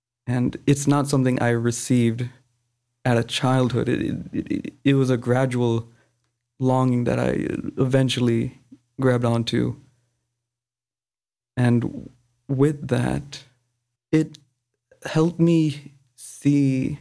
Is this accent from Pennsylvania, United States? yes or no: yes; Philadelphia, Pennsylvania, United States; Philadelphia.